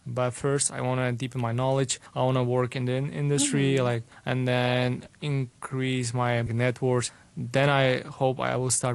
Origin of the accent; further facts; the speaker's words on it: Tajikistan; English is a second language; moved away as an adult; now in Hong Kong; I come from Tajikistan. I came to Hong Kong actually 4 years ago to study bachelor's degree in finance at Hong Kong Baptist University.